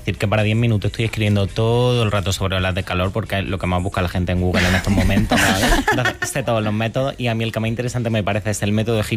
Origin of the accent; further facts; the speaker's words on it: Almería, Andalusia, Spain; yo soy de Almería, estoy durmiendo en Almería y es desértico total.